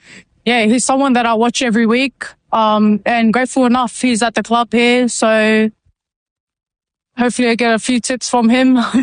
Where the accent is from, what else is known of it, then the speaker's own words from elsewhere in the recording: Penrith, New South Wales, Australia; also born or lived in Auckland, New Zealand; Yes, born here originally in Middlemore Hospital, but grew up in Australia.